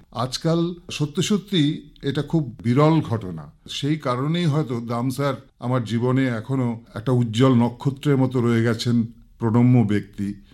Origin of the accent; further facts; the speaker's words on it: Siliguri, West Bengal, India; আমি এই শহর শিলিগুড়ির ভূমিপুত্র, অর্থাৎ এই শিলিগুড়ির মাটিতেই আমার জন্ম। 1958 সালের 21 জুন।